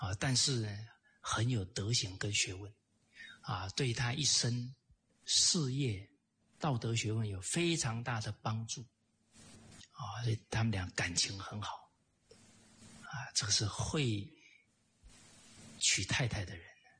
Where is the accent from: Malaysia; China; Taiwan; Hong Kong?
Malaysia; 我们马来西亚华人都会回家扫墓